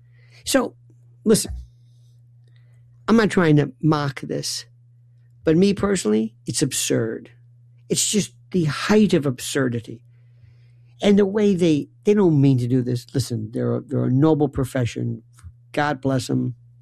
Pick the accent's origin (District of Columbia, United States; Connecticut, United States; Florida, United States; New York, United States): Florida, United States; born or raised there